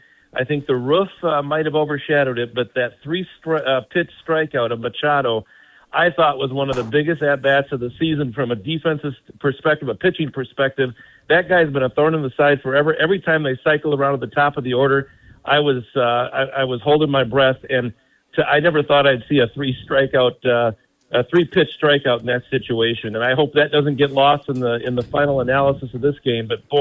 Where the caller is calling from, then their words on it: Goodyear, Arizona, United States; We're down in Goodyear